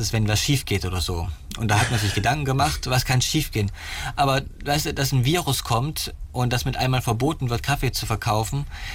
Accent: North Rhine-Westphalia, Germany; so dass ich Oktober wieder in meiner alten Heimat bin, im Münsterland.

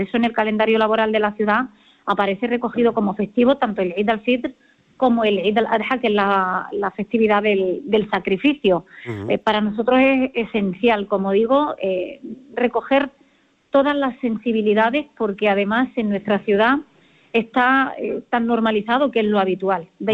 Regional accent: Ceuta, Spain

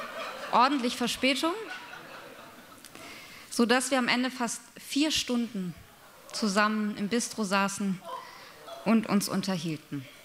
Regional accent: Baden-Württemberg, Germany; Ich besuchte im Juli meine Heimatstadt. Ich komme aus einem kleinen schwäbischen Städtchen.

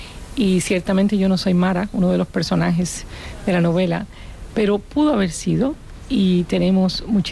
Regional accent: Cuba; moved away; porque yo soy emigrante. Yo salí de Cuba en el año 80 en un barco, como mi personaje.

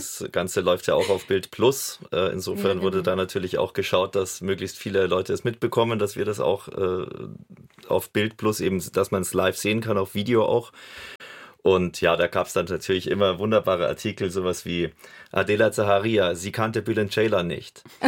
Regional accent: Bad Reichenhall, Bavaria, Germany; Ich komme aus Reichenhall.

